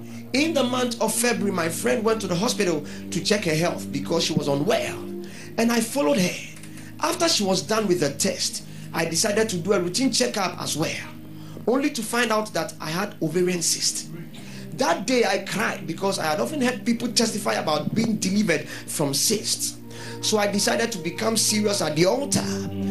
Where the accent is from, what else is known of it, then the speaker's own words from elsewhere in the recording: Ghana; moved away as an adult; now in Canada; I am a Ghanaian pharmacist, and for me to be able to practice in Canada, I need to pass an evaluation of my Ghanaian credentials.